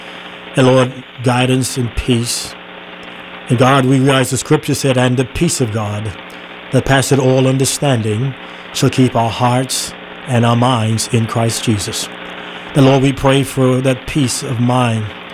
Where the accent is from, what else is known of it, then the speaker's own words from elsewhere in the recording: Minneapolis, Minnesota, United States; I remember growing up in Minneapolis